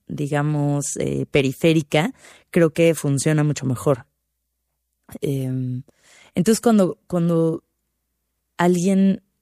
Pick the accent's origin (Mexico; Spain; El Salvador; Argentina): Mexico